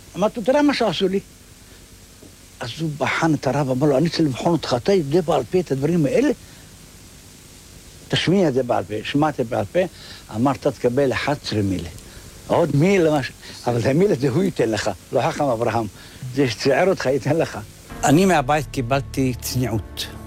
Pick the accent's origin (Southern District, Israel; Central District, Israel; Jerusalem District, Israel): Jerusalem District, Israel; Jerusalem; אני גדלתי בעיר העתיקה, וגדלתי בתוך ישיבת פרת יוסף.